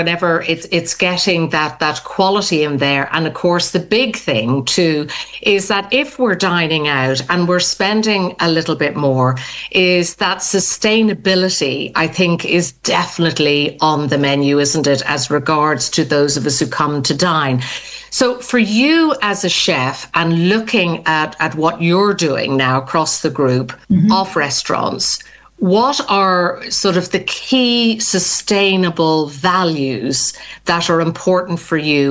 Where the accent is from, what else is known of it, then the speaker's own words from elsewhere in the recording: Ireland; now in Sussex, United Kingdom; Now, you've probably guessed I'm Irish.